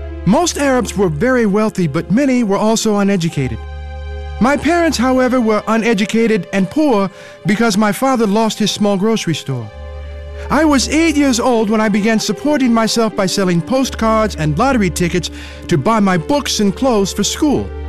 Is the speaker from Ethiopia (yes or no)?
yes; Aksum, Tigray, Ethiopia; My hometown of Aksum had many historical sites that drew constant streams of tourists.